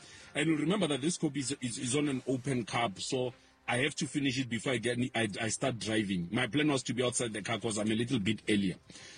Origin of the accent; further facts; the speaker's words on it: Limpopo, South Africa; I'm like to them, I'm from Limpopo.